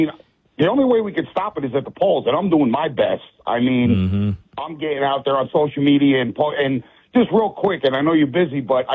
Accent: New Jersey, United States; I'm originally from New Jersey, and a friend posted the other day in Patterson

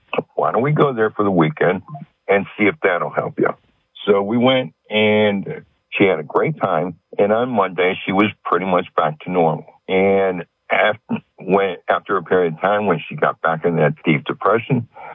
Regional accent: Chicago, Illinois, United States; moved away as an adult; now in New Orleans, United States; Anyway, I was born and raised in Chicago, and I met my wife after 9/11 playing backgammon online, and she was from New Orleans. So in December of 2004, I moved down to New Orleans.

